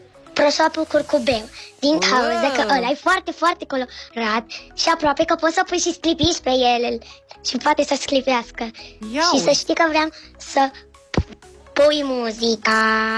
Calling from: Bucharest, Romania; din București, am 7 ani

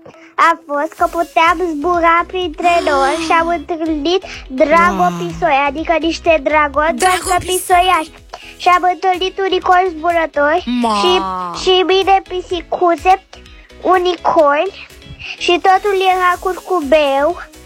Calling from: Bacău, Bacău County, Romania; din Bacău, am 6 ani.

